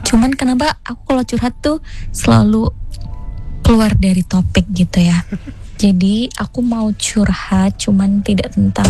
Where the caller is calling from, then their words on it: Jakarta, Indonesia; aku harus pindah dari Jakarta.